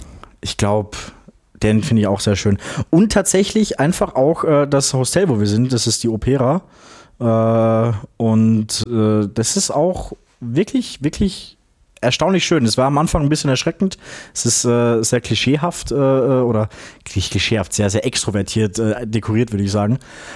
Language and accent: German; Graz, Styria, Austria; moved away; ich bin in Graz aufgewachsen. Ich wohne aktuell nicht mehr dort, aber würde schon eigentlich ganz gerne mal wieder hinziehen. Es ist eine sehr, sehr vielseitige Stadt